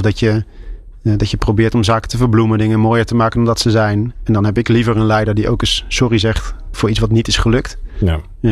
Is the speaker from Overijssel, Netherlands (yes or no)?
no; Gelderland, Netherlands; moved away; ik ben in de Achterhoek opgegroeid. Het is voor mij nog steeds een linkje met de regio.